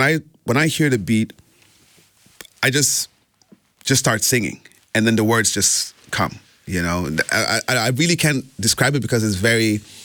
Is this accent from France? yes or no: no; Libya; moved away; growing up in Libya